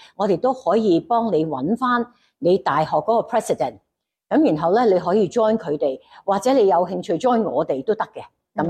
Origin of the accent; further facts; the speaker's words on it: Hangzhou, Zhejiang, China; 咁我覺得杭州咧，其實係一個好多年青人。好多 motivation， 好多活力嘅城市，亦都系我嘅乡下。